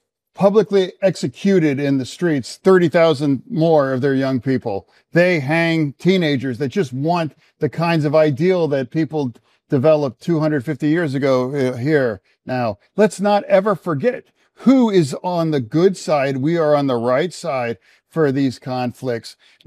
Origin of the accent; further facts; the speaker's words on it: York, Pennsylvania, United States; We are just two Pennsylvania stories. You know, I grew up in York